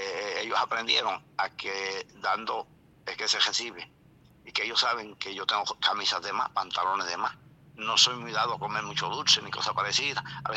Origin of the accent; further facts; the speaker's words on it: Puerto Rico; yo soy banilejo, no tengo papeles, soy puertorriqueño, pero me identifico con todos ustedes ahí.